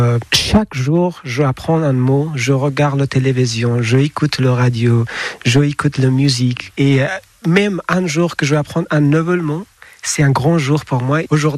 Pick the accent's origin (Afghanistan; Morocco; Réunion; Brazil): Afghanistan; French is a second language; moved away as an adult; now in Périgueux, France; je suis un Afghan. Ça fait plus de 4 ans que je suis en France et ça fait plus de 4 ans que je suis directement en Périgueux.